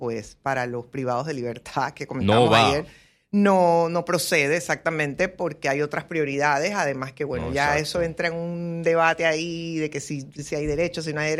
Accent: Panama; yo no me puedo poner otra camiseta si soy panameña

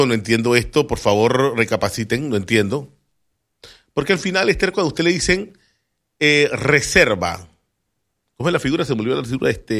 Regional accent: Panama

